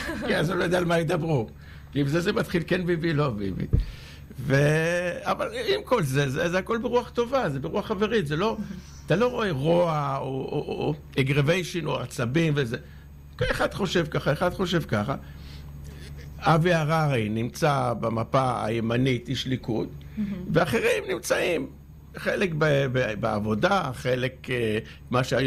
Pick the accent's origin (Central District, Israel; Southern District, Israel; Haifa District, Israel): Central District, Israel; Netanya; born there; אני היום לא בתפקיד בעירייה, אבל אני חי את זה. חי את העיר, נולדתי פה.